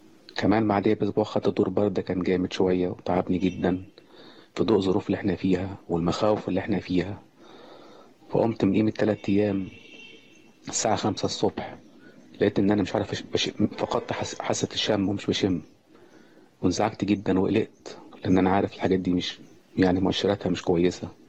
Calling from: Cairo, Cairo Governorate, Egypt; من القاهرة.

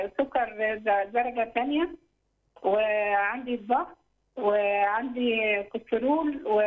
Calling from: Alexandria, Alexandria Governorate, Egypt; أنا بنت الرب من اسكندرية.

